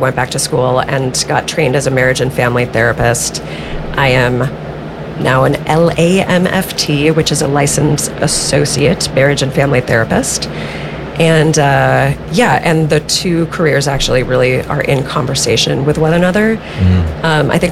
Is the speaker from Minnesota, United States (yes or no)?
yes; Minnesota, United States; I grew up in Minnesota, and I got involved in theater.